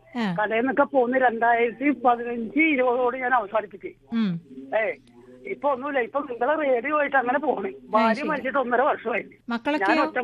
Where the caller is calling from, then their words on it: Edavanakkad, Kerala, India; ഞങ്ങൾക്ക് ഇവിടെ ഒരു കുടുംബ ക്ഷേത്രമുണ്ട്, എടവനക്കാട് ഭദ്രകാളി വിശ്വമായ ക്ഷേത്രം. ആ ക്ഷേത്രത്തിന്റെ അടുത്താണ് ഞാൻ എന്റെ വീട്.